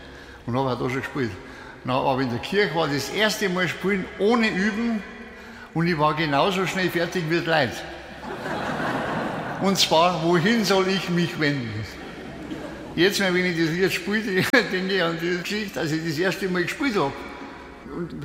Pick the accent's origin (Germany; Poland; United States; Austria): Austria; Tyrol; Ich selber stamme ja aus dem Tirolischen.